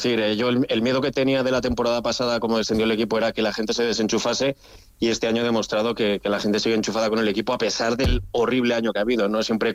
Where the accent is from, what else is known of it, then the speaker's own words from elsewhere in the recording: Valladolid, Castile and León, Spain; que sí, que somos de Valladolid, aficionados del Valladolid y demás